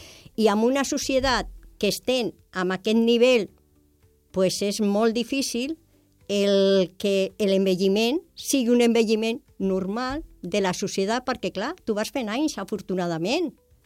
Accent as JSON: {"language": "Catalan", "town": "Sant Feliu de Llobregat", "region": "Catalonia", "country": "Spain", "said": "jo, com que vinc de Sant Feliu"}